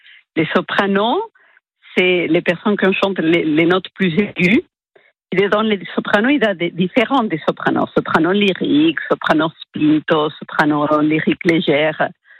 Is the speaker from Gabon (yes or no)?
no; Mendoza, Argentina; French is a second language; moved away; les tonadas mendocinas, d'où je viens, de la région de Cujo, que c'est la région de vignobles, de soleil, des vendanges, des bons vins, de Malbec.